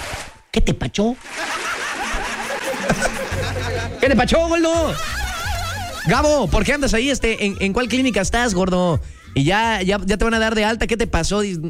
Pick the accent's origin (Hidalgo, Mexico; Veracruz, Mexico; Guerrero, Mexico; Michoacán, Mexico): Veracruz, Mexico; porque somos jarocho.